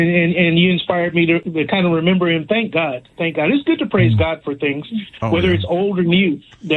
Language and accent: English; Toledo, Ohio, United States; Oh, my hometown's Toledo.